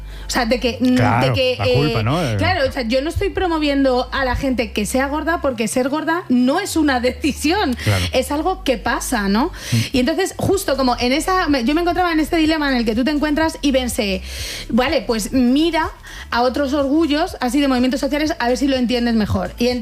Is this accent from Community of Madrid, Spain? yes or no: yes; Fuenlabrada, Community of Madrid, Spain; Claro, yo es que soy de Fuenlabrada. Entonces, en Fuenlabrada era escape y porros, las dos cosas.